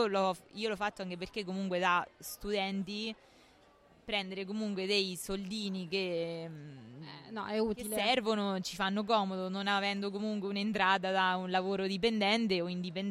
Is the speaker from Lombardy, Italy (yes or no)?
no; Civitanova Marche, Marche, Italy; Io vengo da Civitanova